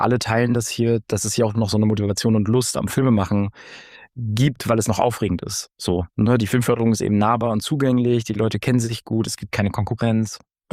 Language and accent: German; East Germany, Germany; muss man aufpassen, dass man sich nicht radikalisiert als Ostdeutscher